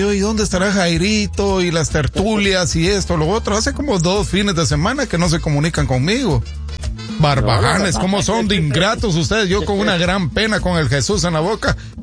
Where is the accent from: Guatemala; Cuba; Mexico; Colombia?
Guatemala; moved away; muchos de nosotros los guatemaltecos